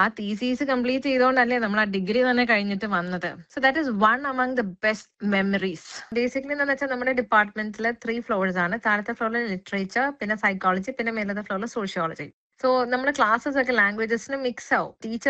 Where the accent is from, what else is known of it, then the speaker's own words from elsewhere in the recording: Ernakulam, Kerala, India; എറണാകുളം സ്വദേശിയാണ്.